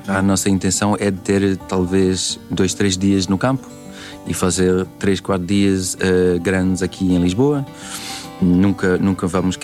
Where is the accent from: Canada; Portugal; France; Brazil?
Canada; Cresci ao lado de português, que era o bairro mais acima de onde eu cresci.